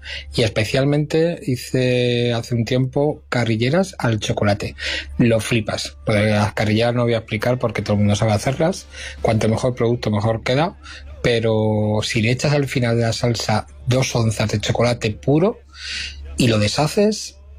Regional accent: Madrid, Community of Madrid, Spain; Hola, buenas. … de Madrid.

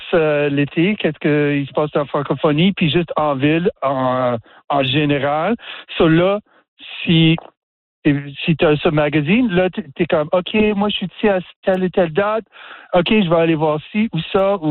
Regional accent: Ontario, Canada; Tu sais, moi, je viens de l'Ontario, j'ai passé beaucoup de temps au Québec, au Maritime

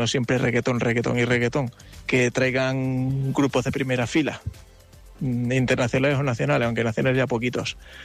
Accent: Extremadura, Spain; Como extremeño, me duele en el corazón y en el alma no ver la de mi tierra allí para estar un poquito más cerca de mi familia.

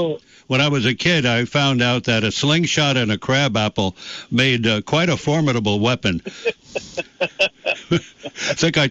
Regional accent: New York City, New York, United States; I mean, growing up in the Bronx, all I knew was doo-wop and the pool halls and all of that.

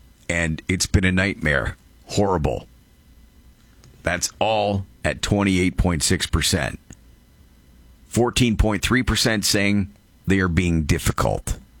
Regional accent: Canada; I'm a Canadian too

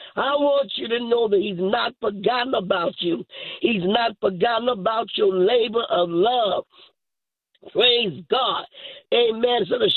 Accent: Mississippi, United States; moved away; Down there in Mississippi. Hallelujah. Where my hometown is.

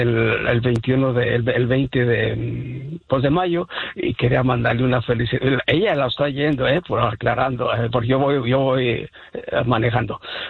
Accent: San Francisco del Rincón, Guanajuato, Mexico; Somos de San Francisco del Rincón, Guanajuato, aclarando mi esposa y yo, desde allá venimos casados.

